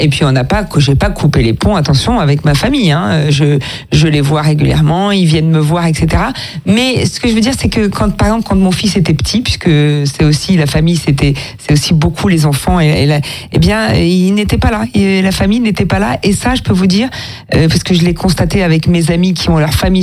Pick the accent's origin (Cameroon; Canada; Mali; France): France; Toulon, Provence-Alpes-Côte d'Azur; now in Paris, France; je suis plus à l'endroit où j'ai grandi, puisque je suis originaire de Toulon, et donc maintenant j'habite à Paris